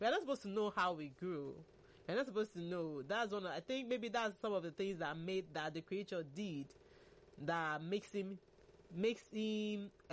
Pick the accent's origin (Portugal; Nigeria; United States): Nigeria; one of the pains I have being a Nigerian is the fact that our elections, we still have the same conversation